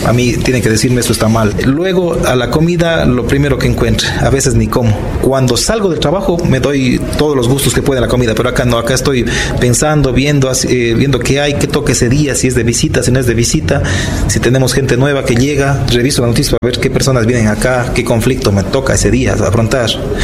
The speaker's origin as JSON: {"language": "Spanish", "town": "Cuenca", "region": "Azuay", "country": "Ecuador", "said": "a mi Cuenca del alma, a mi tierra santa."}